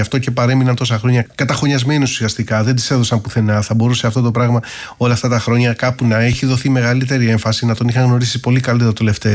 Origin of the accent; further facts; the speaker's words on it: Chalandri, Attica, Greece; το χρέος μου είναι και απέναντι και στον τόπο μου και στο Χαλάνδρι, να το γνωρίσουν